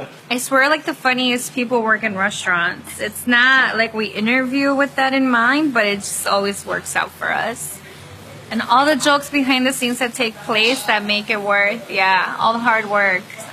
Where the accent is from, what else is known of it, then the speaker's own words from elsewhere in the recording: United States; born there; We grew up on this side of the border. We have love for our roots and where our parents came from, but we certainly identify as American as well.